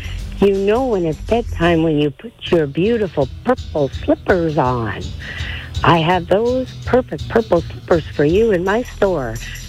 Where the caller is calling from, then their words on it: Washago, Ontario, Canada; I'm calling from Washago.